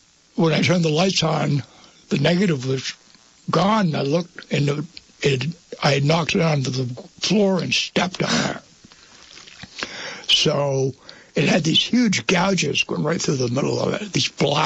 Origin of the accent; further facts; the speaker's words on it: Tunbridge, Vermont, United States; I'm originally from Tunbridge. I lived there until I was 5 years old. My grandmother had a house on the corner on the road, Spring Road, where they turned to go to the fairgrounds. And so I was brought up at Tunbridge Fair.